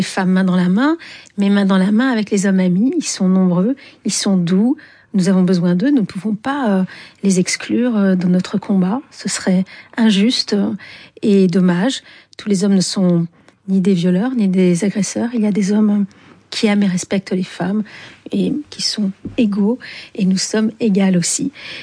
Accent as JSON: {"language": "French", "town": "Algiers", "region": "Algiers Province", "country": "Algeria", "tie": "born or raised there", "said": "moi je sais qu'à chaque fois, on me raccorde à l'Algérie, parce que j'ai grandi à Alger, qui était un pays très viril, masculin."}